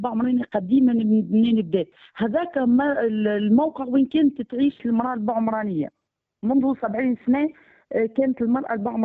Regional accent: Tunisia; لانها الكل ضمن تونس، احنا الكل بنات تونس ونسعى الكل لرفع راي تونس

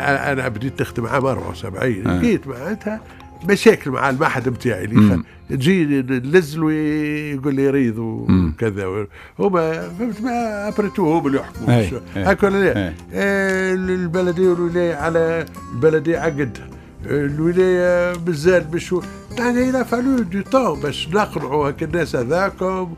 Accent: Tunisia; عندنا في تونس

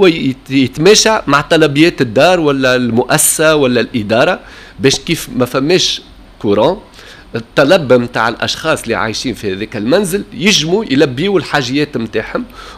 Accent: Tunisia; احنا التوانس

